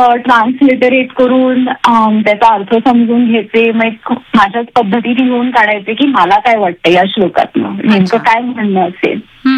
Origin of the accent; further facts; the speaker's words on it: Maharashtra, India; first language Marathi; मग मला लक्षात आलं की नाही मी महाराष्ट्रीयन आहे आणि मराठी ही माझी मातृभाषा आहे त्यामुळे मी मराठीतही व्हिडिओज केले.